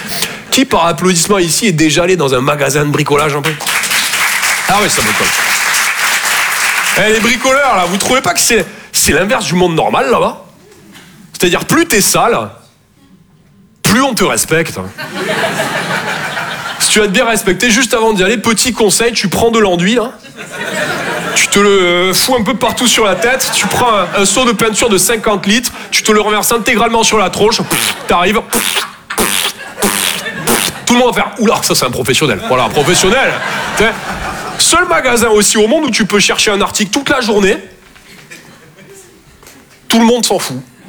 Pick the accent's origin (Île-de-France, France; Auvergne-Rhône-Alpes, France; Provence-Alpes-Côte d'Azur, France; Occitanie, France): Occitanie, France; Toulouse; moved away; Je viens de Toulouse à la base. Ouais, ça s'entend un peu, ouais. Ben, mon accent